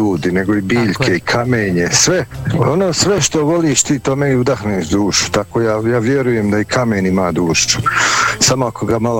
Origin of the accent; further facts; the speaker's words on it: Bosnia & Herzegovina; Ja sam bio Bosanac